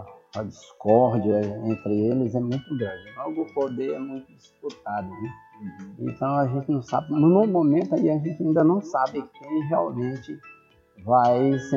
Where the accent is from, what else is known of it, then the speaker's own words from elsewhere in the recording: Codó, Maranhão, Brazil; also born or lived in Timbiras; Nasci em Codó.